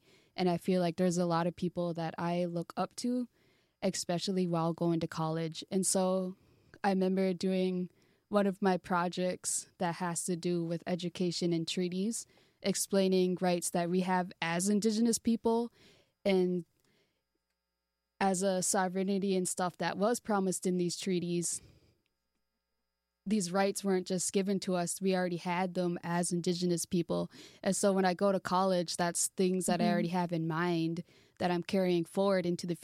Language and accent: English; Minnesota, United States; even though I am Ojibwe from Minnesota and you would think like I should be good at navigating, I am not.